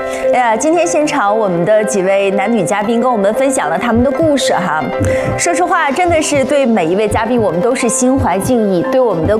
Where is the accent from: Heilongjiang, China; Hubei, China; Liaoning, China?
Liaoning, China; Jinzhou; 我的锦州老乡